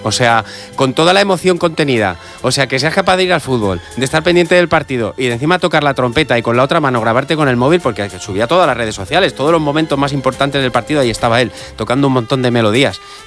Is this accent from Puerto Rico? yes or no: no; Spain; soy español, ¿a qué quieres que te gane?